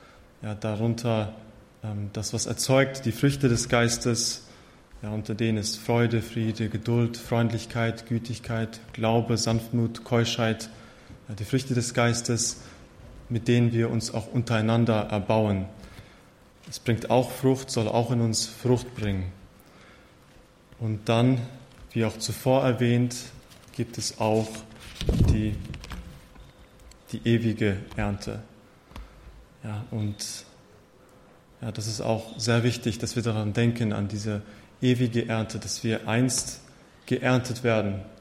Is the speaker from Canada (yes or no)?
yes; Canada; Ich komme aus Kanada, aus der Gemeinde Richer, die evangelische lutherische Brüdergemeinde Richer.